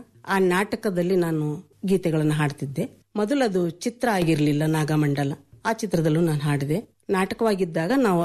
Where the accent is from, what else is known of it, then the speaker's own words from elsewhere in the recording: Esur, Karnataka, India; ಈಸೂರು ಅಂದ್ರೆ ಬಹಳ ಕಲಾವಿದರಿರ್ತಕ್ಕಂತ ಊರು ಸರ್ ನಮ್ಮೂರು. ಸಮೃದ್ಧಿಯಾದ ಕಲಾವಿದರು, ಶಿವಶರಣರ ನಾಡು ನಮ್ಮ ಶಿಕಾರಿಪುರ ತಾಲೂಕು.